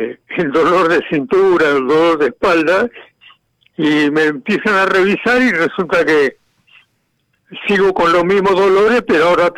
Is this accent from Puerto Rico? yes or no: no; Argentina; yo soy un argentino que siempre laburó.